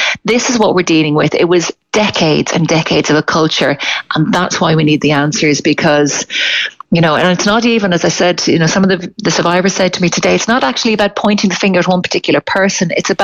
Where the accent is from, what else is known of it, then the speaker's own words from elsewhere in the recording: Leinster, Ireland; it's my hometown, I love it